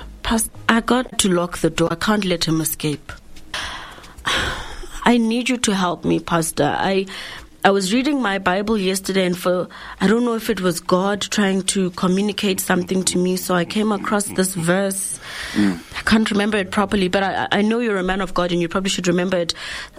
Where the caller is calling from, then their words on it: Westenburg, Limpopo, South Africa; Yes, I'm calling you from Westernburg.